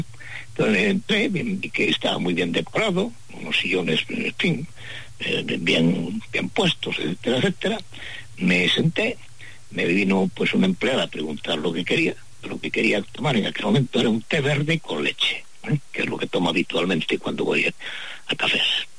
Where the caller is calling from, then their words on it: Pontevedra, Galicia, Spain; Pontevedra.